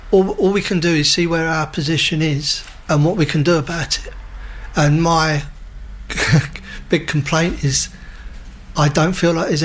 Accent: United Kingdom; And I think, as British people, incidentally, Helen's Canadian, Karen's Northern Irish, so, yeah.

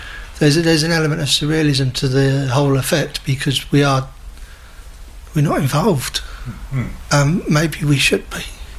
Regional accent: United Kingdom; And I think, as British people, incidentally, Helen's Canadian, Karen's Northern Irish, so, yeah.

